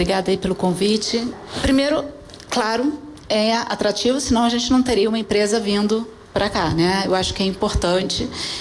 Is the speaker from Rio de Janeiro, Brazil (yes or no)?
yes; Rio de Janeiro, Brazil; E nós, como cariocas, né, o que queremos é que cada vez mais a gente seja atrativo.